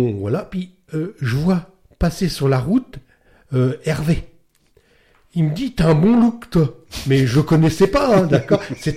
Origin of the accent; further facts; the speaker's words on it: Hérouville-Saint-Clair, Normandy, France; Alors moi j'étais punk d'Hérouville-Saint-Clair, d'accord, un petit punk, voilà.